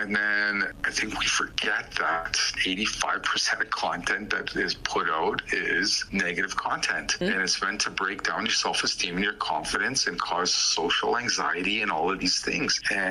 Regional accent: Manning, Alberta, Canada; born there; I am from north of 59. That's great. I am from up in northern Alberta. I was born in Manning and come from a small community up there.

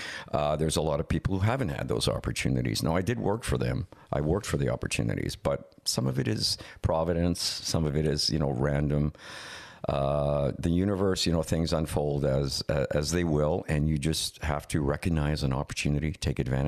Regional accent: St. Paul, Alberta, Canada; now in Edmonton, Canada; I'm from St. Paul, Alberta. And I grew up in St. Paul, which is a little sort of an agricultural community northeast of Edmonton, about 130 miles, in Lakeland country. And it used to be, the original name is St. Paul des Métis. It was a settlement.

